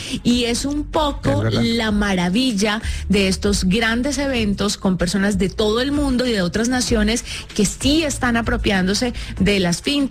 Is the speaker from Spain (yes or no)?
no; Colombia; como en nuestro querido país Colombia